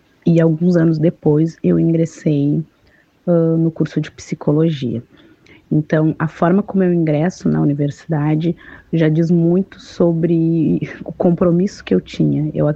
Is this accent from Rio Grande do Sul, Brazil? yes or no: yes; Rio Grande do Sul, Brazil; eu cheguei com o compromisso das comunidades quilombolas do Rio Grande do Sul, da minha comunidade